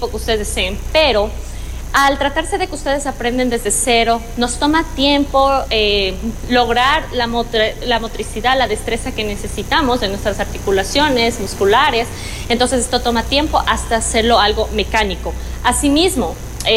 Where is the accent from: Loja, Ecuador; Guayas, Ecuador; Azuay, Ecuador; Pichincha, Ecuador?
Pichincha, Ecuador; Quito; En Quito, soy de Quito